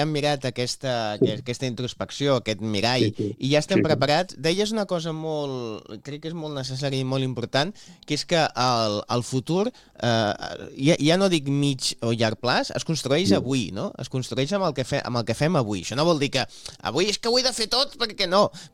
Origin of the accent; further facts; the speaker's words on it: Barcelona, Catalonia, Spain; Jo que sóc de Sants veig passar molts trens, no?